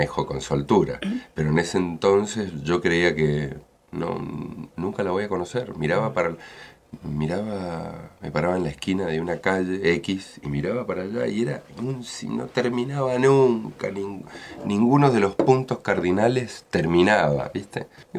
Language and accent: Spanish; Maipú, Mendoza, Argentina; moved away; Sí, es mi casa, es mi tierra y cargo energías. En cuanto puedo, vengo porque me hace bien venir a Mendoza.